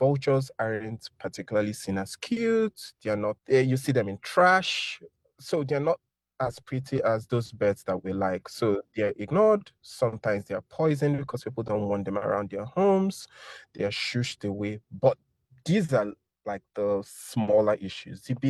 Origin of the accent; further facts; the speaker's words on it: Lagos, Nigeria; born there; also born or lived in Enugu; So I grew up in Lagos, which is a big city.